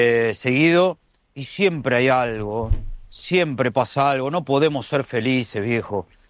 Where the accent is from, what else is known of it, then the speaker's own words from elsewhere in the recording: Argentina; moved away as an adult; el argentino que salió del país